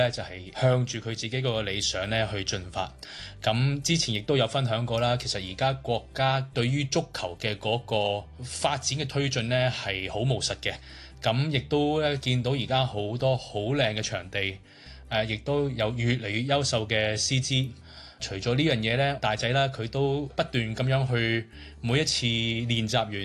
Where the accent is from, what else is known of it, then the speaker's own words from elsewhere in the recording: Hong Kong; now in China; 我哋香港人